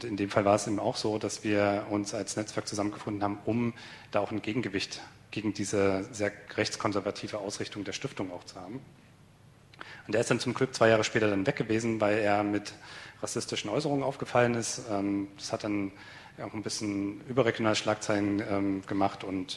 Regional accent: Saxony, Germany; Also ich bin ja aus Sachsen

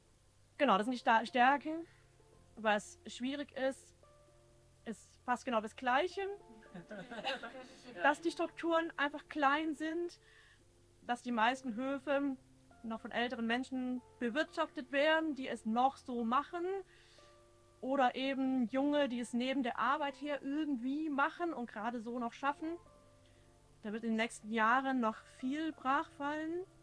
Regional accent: Baden-Württemberg, Germany; now in North Hesse, Germany; Ich komme eigentlich aus dem Süden, aus Baden-Württemberg.

